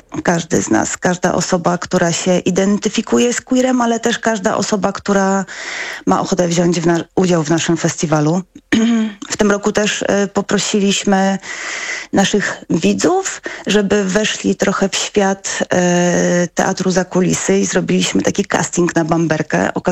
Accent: Poznań, Greater Poland Voivodeship, Poland; tak jak poznaniacy

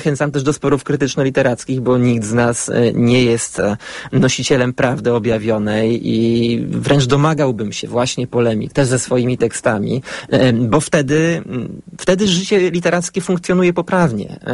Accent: Radom, Masovian Voivodeship, Poland; pochodzę z Radomia

